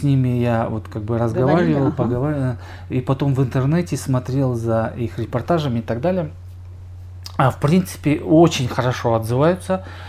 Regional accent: Kyrgyzstan

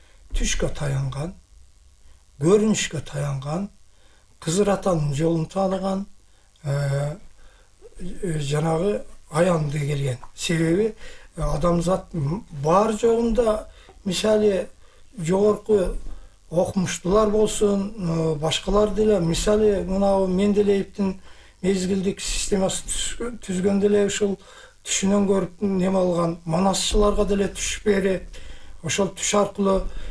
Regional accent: Osh Region, Kyrgyzstan; born there; Алайда туулган.

